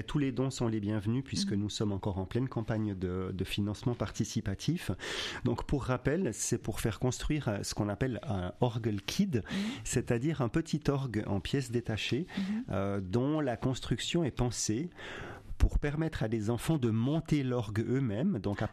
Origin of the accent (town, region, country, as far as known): Switzerland; now in France